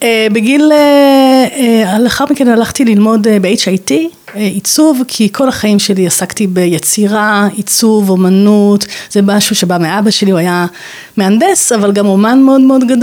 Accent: Hadera, Haifa District, Israel; born there; נולדתי בחדרה, משפחה נורמטיבית לחלוטין, מראשוני חדרה, ממש עם היסטוריה יפה כזו, סבא וסבתא ניצולי שואה, משפחה באמת חילונית

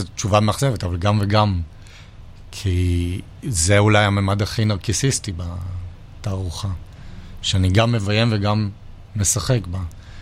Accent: Holon, Tel Aviv District, Israel; אני זוכר את עצמי כילד בחולון

